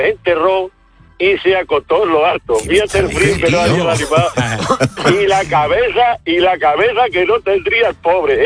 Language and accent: Spanish; Extremadura, Spain; pues yo soy de Liga Antigua ya. Y estábamos cogiendo aceitunas un día de estos que hace frío del carajo, como dicen aquí en Extremadura, mucho frío.